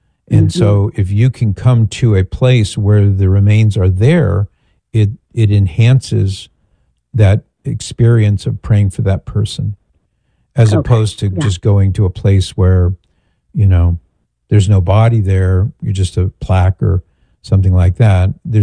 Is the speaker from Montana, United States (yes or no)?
no; California, United States